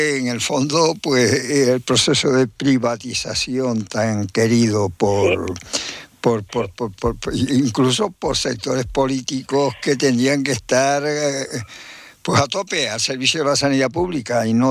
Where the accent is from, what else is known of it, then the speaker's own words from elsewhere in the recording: Guatiza, Canary Islands, Spain; born there; Yo nací en Guatiza.